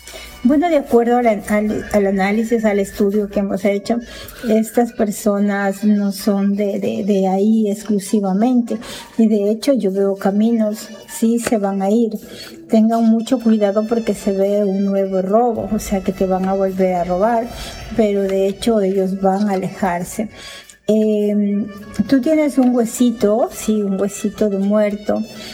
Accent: Ecuador

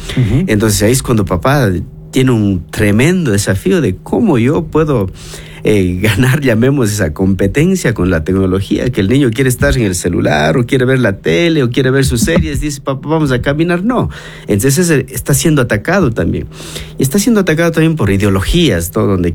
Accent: Cañar, Ecuador; born there; now in Cuenca, Ecuador; yo nací en Cañar. Esta ciudad me ha adoptado.

